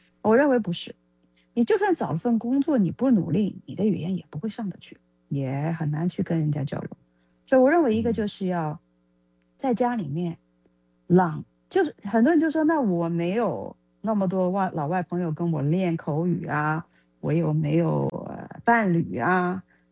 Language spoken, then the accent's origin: Chinese; Liuzhou, Guangxi, China; moved away; 不过我小时候那时候在广西柳州